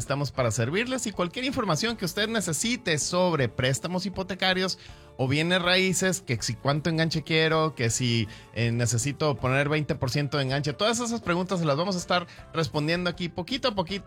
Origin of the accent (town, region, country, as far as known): Mexico